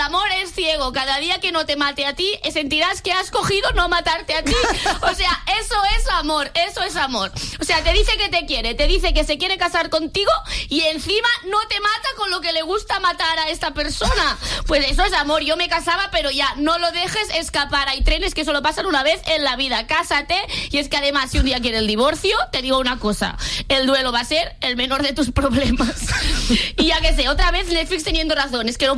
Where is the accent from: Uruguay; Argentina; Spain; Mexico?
Spain; Andalusia; Aquí sí que soy andaluza.